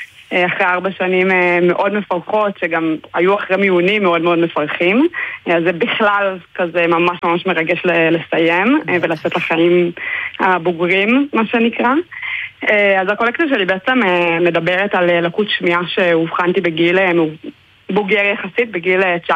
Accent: Omer, Southern District, Israel; now in Ramat Gan, Israel; אני מקור מעומר, היום אני גרה ברמת גן

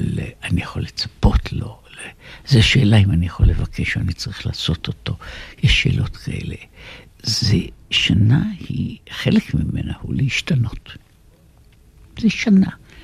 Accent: Jerusalem, Jerusalem District, Israel; עמוס עוז ואלף בית יהושע, הם לא רק בני גילי פחות או יותר, אלא אנחנו גם גדלנו באותה שכונה ממש, ממש באותה פינה בירושלים, בקרם אברהם.

